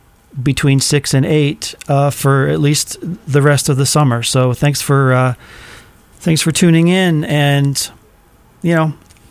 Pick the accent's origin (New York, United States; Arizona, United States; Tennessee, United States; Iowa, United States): New York, United States; Woodstock; because I'm actually also from the Woodstock area. I work in Albany.